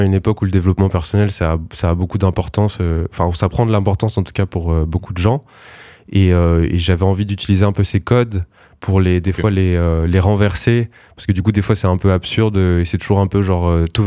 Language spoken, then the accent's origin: French; Nantes, Pays de la Loire, France; moved away as an adult; also born or lived in Marseille; moi, je viens à la base de Nantes, okay. Un peu de la Bretagne.